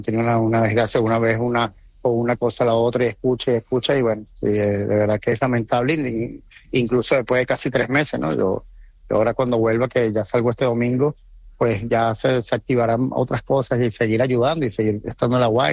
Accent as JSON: {"language": "Spanish", "region": "Canary Islands", "country": "Spain", "lives_now": "Venezuela", "said": "Bueno, nosotros, pues como entidad canaria en Venezuela, pues hemos intentado pues ayudar, igual en conjunto con el gobierno de Canarias"}